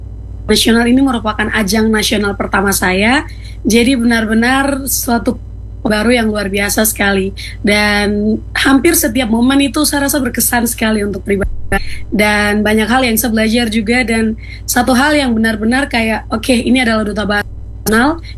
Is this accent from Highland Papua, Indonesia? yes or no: yes; Wamena, Highland Papua, Indonesia; Saya sebenarnya asli Provinsi Papua Pegunungan, Wamena, tapi berdomisili di Provinsi Port Mumbai.